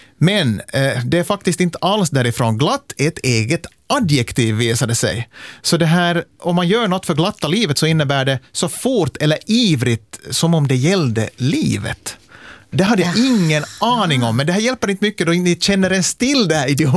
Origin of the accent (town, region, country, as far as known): Ostrobothnia, Finland